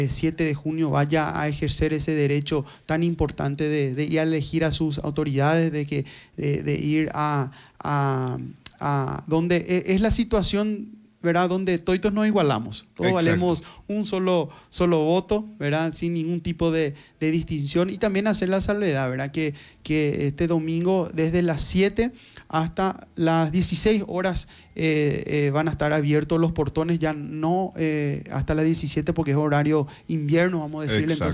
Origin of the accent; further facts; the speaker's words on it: Santa Rita, Alto Paraná, Paraguay; yo nací aquí, nací en Santa Rita, hice mi escuela, mi colegio, mi facultad, mi trabajo, mi empresa, emprendí acá.